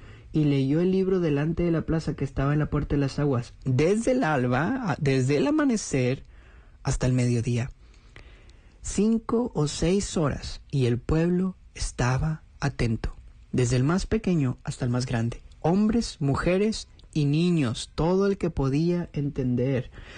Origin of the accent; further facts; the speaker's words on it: Monterrey, Nuevo León, Mexico; Como en Monterrey, en la ciudad de donde yo soy, hay muchas montañas hermosas, grandes, majestuosas.